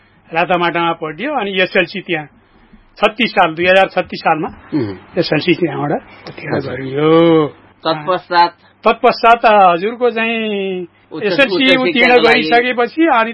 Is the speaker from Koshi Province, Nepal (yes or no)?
no; Tiram, Pyuthan District, Lumbini Province, Nepal; म प्युठान जिल्लाको सारिक तिराम गाविस वार्ड नम्बर 2 तल्लो तिराम भन्ने ठाउँमा 2020 साल असार 5 गते बुधबारको दिन जन्म भएको।